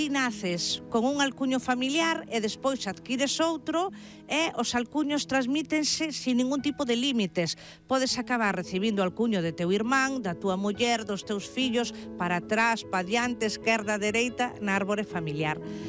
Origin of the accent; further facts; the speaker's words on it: A Illa de Arousa, Galicia, Spain; e a veciñanza da Illa de Arousa, que somos provincia de Pontevedra.